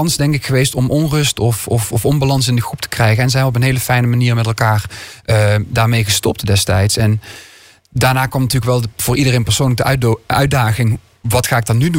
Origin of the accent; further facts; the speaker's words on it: Limburg, Netherlands; Ik ben een Zuiderling, ik kom uit Zuid-Limburg. En de Nederlandse taal zingen, daar had ik altijd wat moeite mee vanwege mijn accent.